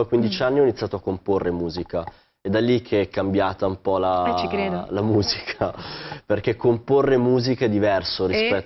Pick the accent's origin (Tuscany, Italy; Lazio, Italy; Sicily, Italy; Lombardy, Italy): Lombardy, Italy; sono legato al lago di Como perché è la mia regione natale